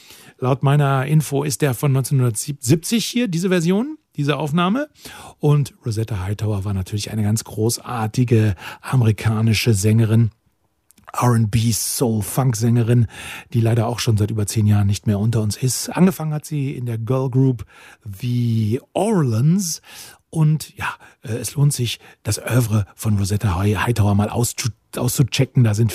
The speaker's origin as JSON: {"language": "German", "town": "Münster", "region": "North Rhine-Westphalia", "country": "Germany", "said": "Hier sind meine Freunde von Menotti Hi-Fi, die kommen aus Münster, also aus meiner Heimat."}